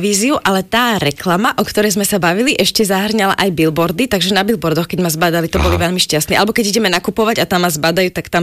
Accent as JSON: {"language": "Slovak", "town": "Prešov", "region": "Prešov Region", "country": "Slovakia", "tie": "born there", "also_born_or_lived": "Košice", "moved": "yes", "lives_now": "Bratislava, Slovakia", "said": "No momentálne asi v Bratislave. Aj keď veľa kamarátov mám stále v Prešove a Košice išli trošku do úzadia, keďže tam som prežila iba taký prvý rôčik svojho života"}